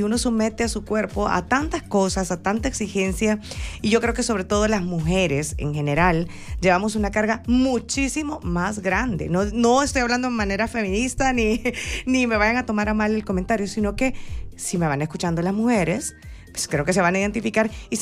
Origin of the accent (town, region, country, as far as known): El Salvador